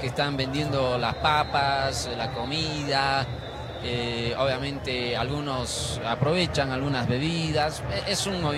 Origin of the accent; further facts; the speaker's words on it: Cochabamba, Bolivia; Mi tierra de Cochabamba.